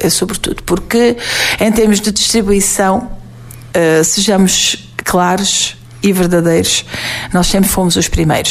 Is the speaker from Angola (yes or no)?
no; Portalegre, Alentejo, Portugal; moved away as an adult; also born or lived in Évora; Porto Alegre é a minha terra, é a minha cidade